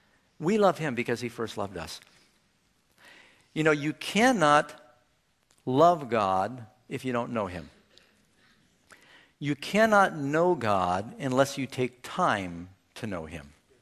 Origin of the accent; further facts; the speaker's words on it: New York City, New York, United States; John and I grew up in New York City.